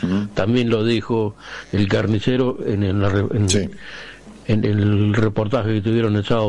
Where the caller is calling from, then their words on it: Tandil, Buenos Aires Province, Argentina; de Tandil.